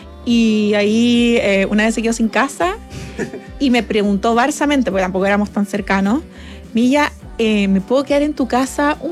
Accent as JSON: {"language": "Spanish", "country": "Chile", "also_born_or_lived": "Mexico", "said": "yo soy chilena"}